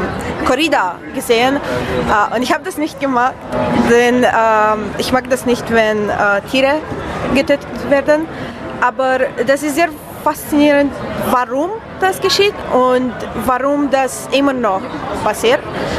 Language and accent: German; Romania; German is a second language; now in Berlin, Germany; ich bin aus Rumänien